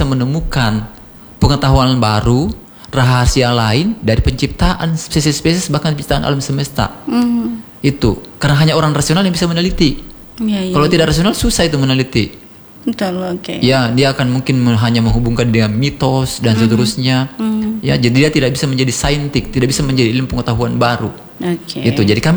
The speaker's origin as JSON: {"language": "Indonesian", "region": "Sulawesi", "country": "Indonesia", "said": "Menjadi pengetahuan dasar kita sebagai orang Sulawesi."}